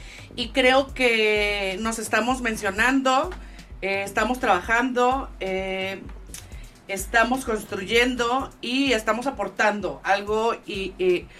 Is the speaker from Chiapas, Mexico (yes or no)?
no; Sinaloa, Mexico; años en la Ciudad de México, pues las raíces es importante mantenerlas y pues mi sangre chinola sinaloense la traigo conmigo siempre.